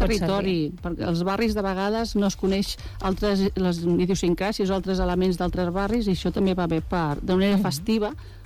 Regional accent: Badalona, Catalonia, Spain; soc de Badalona.

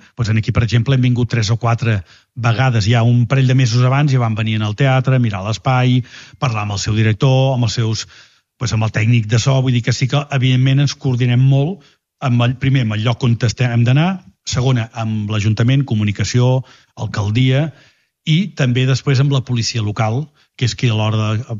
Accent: Mataró, Catalonia, Spain; Són la festa major de la Mercè, que soc de Mataró.

